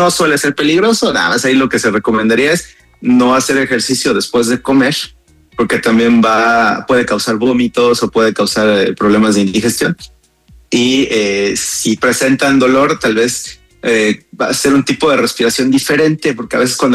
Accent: San Cristóbal de las Casas, Chiapas, Mexico; now in Colima, Mexico; yo estoy ahorita radicando en Colima, soy de San Cristóbal de las Casas, pero mi consultorio está acá en Colima.

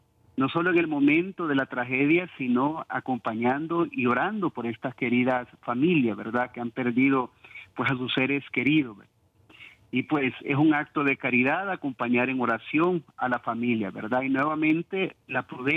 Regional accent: Honduras

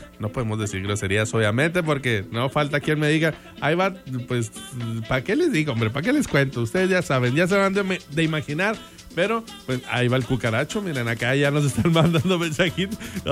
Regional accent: Mexico; nosotros como buenos mexicanos

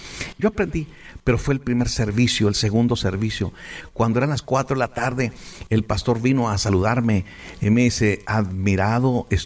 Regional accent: Ciudad Juárez, Chihuahua, Mexico; Nos morimos en la raya. Entonces, más de Juárez, que estamos acostumbrados.

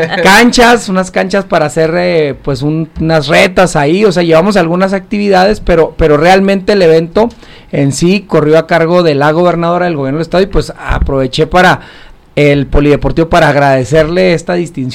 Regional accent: Mexico; Y todos somos mexicanas y mexicanos.

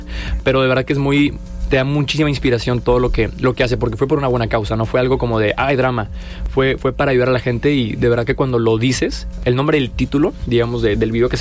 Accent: Monterrey, Nuevo León, Mexico; mucha gente piensa que somos de Ciudad de México, pero yo nací aquí y he vivido toda mi vida aquí. O sea, yo soy full regio de toda la vida.

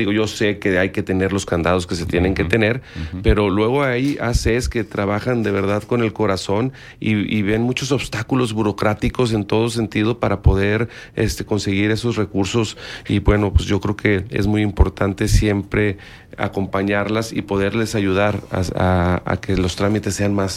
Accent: Torreón, Coahuila, Mexico; born there; nosotros somos laguneros, somos de Torreón, nacidos aquí y conocemos al 100% la problemática de la ciudad.

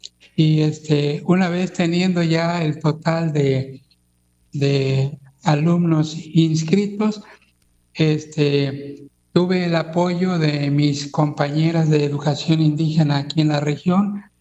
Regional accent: Coxquihui, Veracruz, Mexico; first language Totonac; Spanish is a second language; moved away as an adult; now in Papantla, Mexico; mi lengua materna tutunacú. … soy originario de Coxquiwi, Veracruz. Por cuestiones de trabajo, pues me he quedado aquí en Papantla

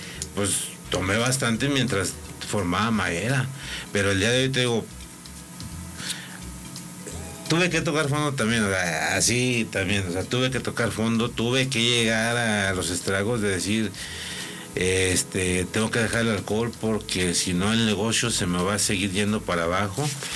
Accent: Mexico; Yo digo, prácticamente crecí siempre en el Infonavit Morelos, pero siempre bajaba a la barranca.

